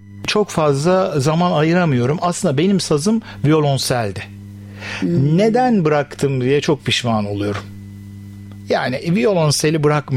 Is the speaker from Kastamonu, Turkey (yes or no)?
yes; Kastamonu, Turkey; Ben oralıyım biliyorsunuz.